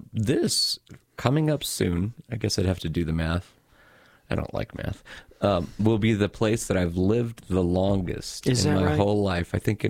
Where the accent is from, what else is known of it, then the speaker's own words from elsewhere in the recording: Wyoming, United States; I grew up in Wyoming